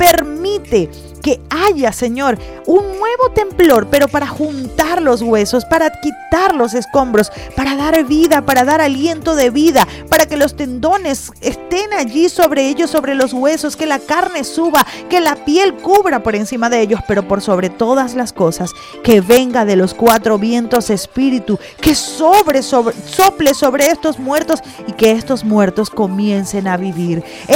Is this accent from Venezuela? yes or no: yes; Venezuela